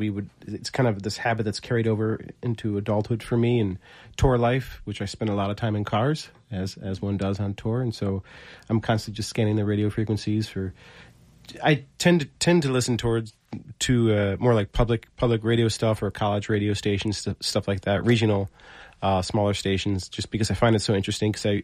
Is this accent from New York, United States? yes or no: yes; Syracuse, New York, United States; now in Catskills, United States; I grew up outside Syracuse, New York.